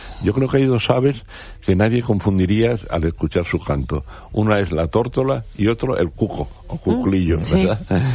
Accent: Spain; Si no he salido de mi pueblo más que dos veces.

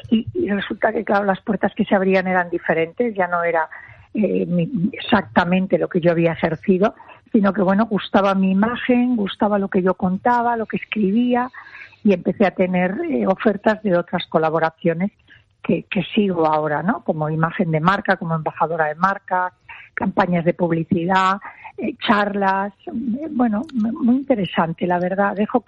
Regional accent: León, Castile and León, Spain; moved away as an adult; now in Madrid, Spain; yo soy leonesa

